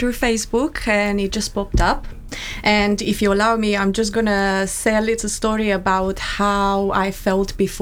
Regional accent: Ploiești, Prahova, Romania; moved away; I'm from Ploiești.

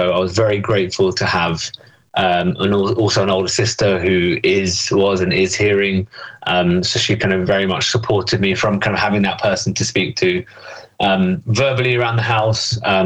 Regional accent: United Kingdom; first language British Sign Language; And for me, my mother tongue was British Sign Language, right? So according to my parents, I was signing before I could speak.

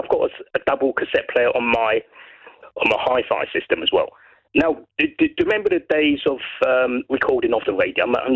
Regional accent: Brighton, South East England, United Kingdom; You know, not because, you know, I'm from Brighton and I don't have a Sussex accent.

